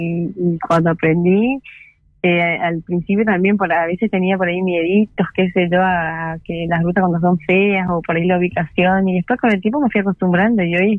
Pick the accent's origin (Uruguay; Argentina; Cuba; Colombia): Argentina; Misiones